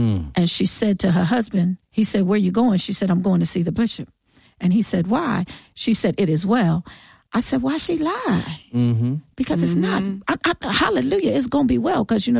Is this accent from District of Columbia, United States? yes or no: no; New Jersey, United States; And abroad, because I came from Jersey. I came from Jersey.